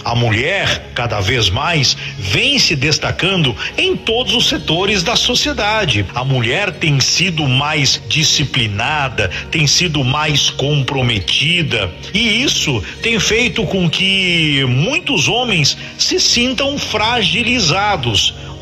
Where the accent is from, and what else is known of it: Brazil